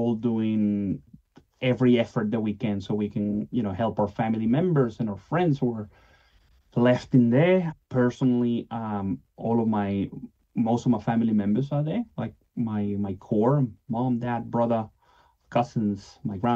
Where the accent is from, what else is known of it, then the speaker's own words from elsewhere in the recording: Venezuela; now in Australia; So my country, my home country of Venezuela, was affected by two earthquakes.